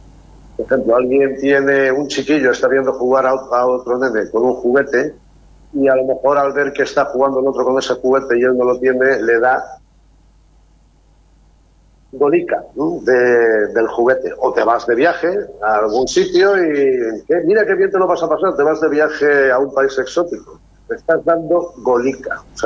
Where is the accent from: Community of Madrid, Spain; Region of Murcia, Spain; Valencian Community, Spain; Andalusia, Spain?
Valencian Community, Spain; Elda